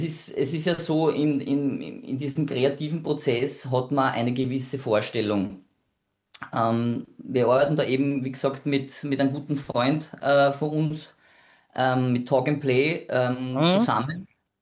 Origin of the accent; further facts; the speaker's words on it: Vienna, Austria; born there; accent: Viennese; also born or lived in Southern Burgenland; now in Burgenland, Austria; Und ich bin ja doch geborener Wiener und der Wiener kommt dann hier und da natürlich auch durch.